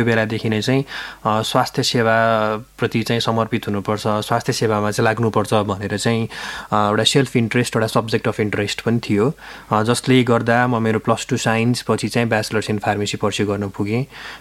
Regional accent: Tamghas, Lumbini Province, Nepal; moved away; मेरो बाल्यकाल चाहिँ गुल्मीको सदरमुकाम तमगासमा बित्यो।

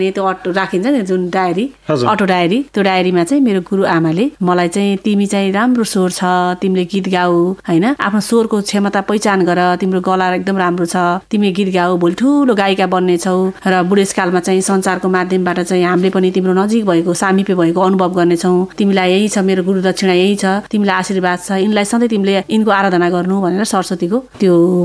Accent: Chitwan, Bagmati, Nepal; मेरो बाल्यकाल चाहिँ म चितवनमा जन्मिएँ, हुर्किएँ होइन, चितवनको माटोमै म खेले बढेँ

